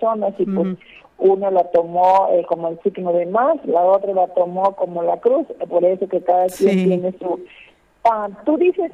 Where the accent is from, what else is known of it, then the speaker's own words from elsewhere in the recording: Mexico; No, yo como buena nativa mexicana, yo siempre le daba sus 5 besitos en el rostro